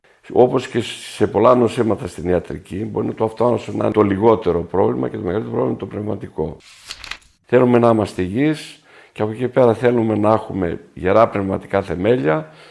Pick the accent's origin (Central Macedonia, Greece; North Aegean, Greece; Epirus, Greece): Epirus, Greece; Metsovo; moved away; also born or lived in Ioannina / United States / Crete; η καταγωγή μου από το Μέτσοβο, είμαι Βλάχος.